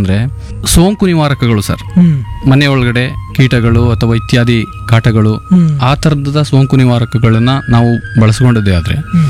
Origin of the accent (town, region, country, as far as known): Heggadadevanakote, Karnataka, India